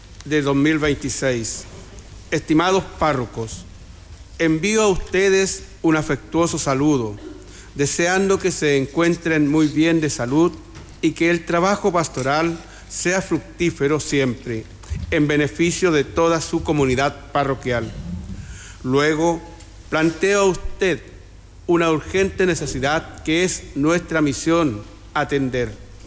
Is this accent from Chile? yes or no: yes; Chile; Como chilenos, conocemos todo el daño que causan estos desastres naturales